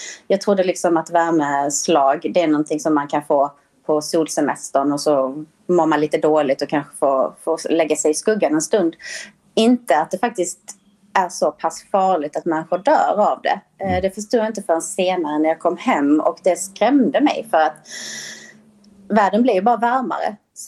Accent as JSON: {"language": "Swedish", "country": "Sweden", "said": "Nej, men alltså som svensk så är man ju sällan utsatt för en sån typ av värme"}